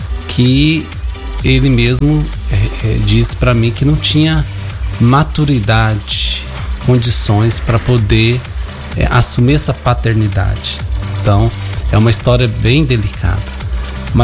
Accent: Goiânia, Goiás, Brazil; moved away; Eu sou de Goiânia, natural de Goiânia, né?

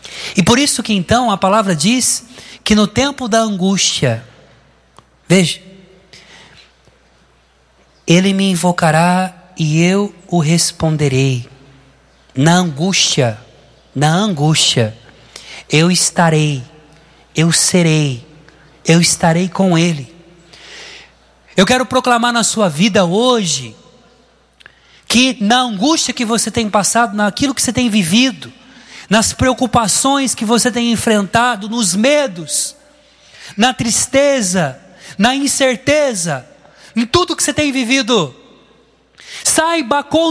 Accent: Barretos, São Paulo, Brazil; Eu sou de Barretos, tá? Terra do peão.

